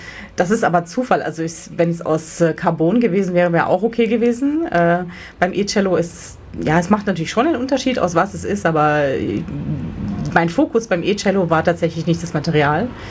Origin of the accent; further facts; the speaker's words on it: Slovenia; German is a second language; now in Germany; Ich stamme aus Slowenien, das haben wir also diese zwei Länder genommen und natürlich die momentane Heimat von uns beiden, nämlich Deutschland